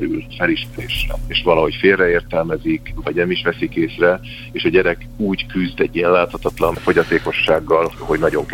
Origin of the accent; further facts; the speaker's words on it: Hungary; magyarként itt a szláv gyűrűben vagyunk